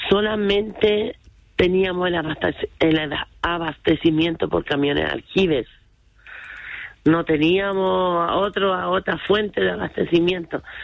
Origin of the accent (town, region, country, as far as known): Quilitapia, Coquimbo, Chile; born or raised there